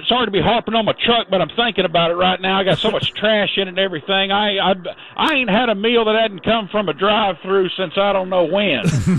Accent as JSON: {"language": "English", "country": "United States", "said": "I'm an American. I support our country"}